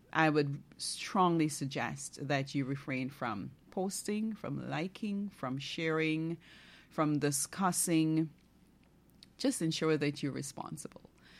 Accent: Barima-Waini, Guyana; I am from Region 1. I am from Region 1.

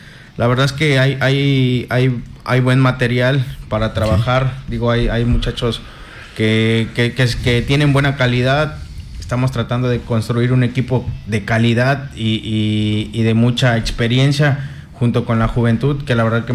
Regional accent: Tuxtepec, Oaxaca, Mexico; moved away as an adult; now in Chetumal, Mexico; yo soy originario de Tuxtepec, Oaxaca.

